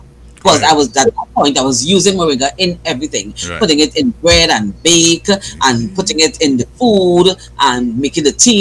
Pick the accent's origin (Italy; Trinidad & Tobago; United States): Trinidad & Tobago; Diego Martin; I hail from Diego Martin.